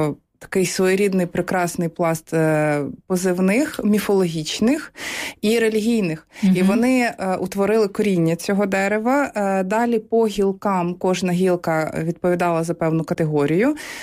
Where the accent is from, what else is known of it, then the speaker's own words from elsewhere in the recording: Chernihiv Oblast, Ukraine; І я сама з Чернігівської області